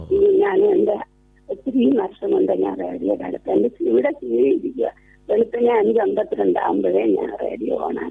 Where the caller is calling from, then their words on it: Mynagappally, Kerala, India; Kollam Mainappally.